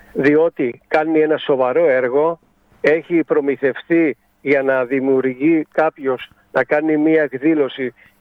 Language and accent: Greek; Paradeisi, South Aegean, Greece; Προσωπικά για μένα είναι το χωριό μου. Εδώ γεννήθηκα, εδώ μεγάλωσα, εδώ έκανα την οικογένειά μου.